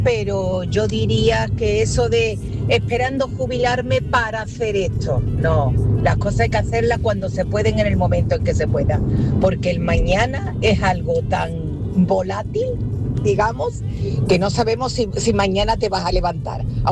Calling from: Marbella, Andalusia, Spain; de Marbella.

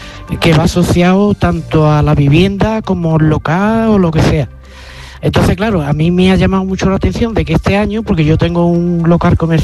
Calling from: Huelva, Andalusia, Spain; de Huelva.

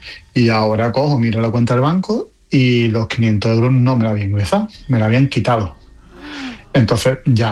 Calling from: Estepona, Andalusia, Spain; Y yo el fin de semana bajo de Madrid por el coche y soy de Estepona.

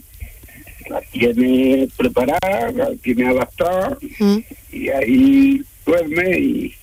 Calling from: Almuñécar, Andalusia, Spain; Yo soy de la costa tropical, yo soy de Almuñécar

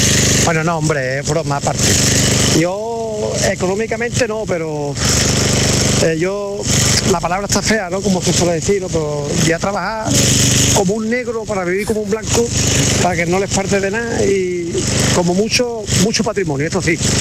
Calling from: Sanlúcar de Barrameda, Andalusia, Spain; de Toluca de Barrameda.

